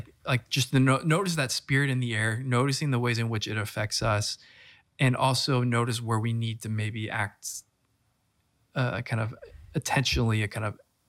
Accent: California, United States; I'm from Southern California, where there's a high sort of emphasis on being cool

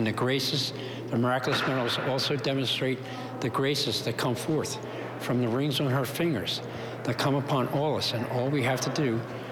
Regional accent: Philadelphia, Pennsylvania, United States; I'm from Philadelphia.

